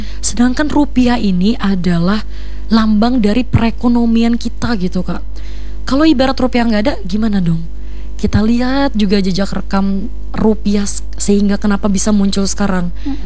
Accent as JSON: {"language": "Indonesian", "region": "Central Kalimantan", "country": "Indonesia", "said": "kita orang Kalimantan"}